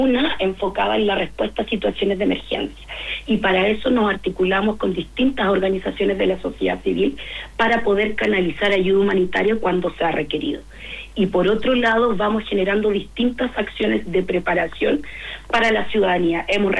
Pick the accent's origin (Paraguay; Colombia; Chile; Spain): Chile; Ñuble; Yo también soy de Ñuble